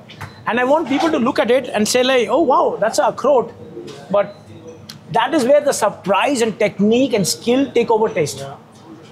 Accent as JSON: {"language": "English", "town": "Kolkata", "region": "West Bengal", "country": "India", "said": "I'm from Calcutta."}